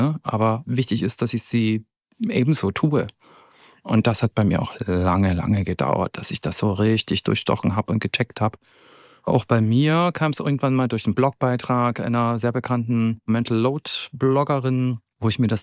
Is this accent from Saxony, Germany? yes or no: yes; Zittau, Saxony, Germany; now in Dresden, Germany; Und da ist beispielsweise so, dass natürlich die psychische Unterstützung da, wo ich herkomme, ganz anders ist als in Dresden. Ich habe in Dresden viel schneller Therapie gefunden als noch in Zittau